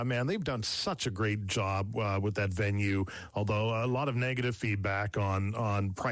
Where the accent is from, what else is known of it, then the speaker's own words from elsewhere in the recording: Saskatoon, Saskatchewan, Canada; I grew up in Saskatoon.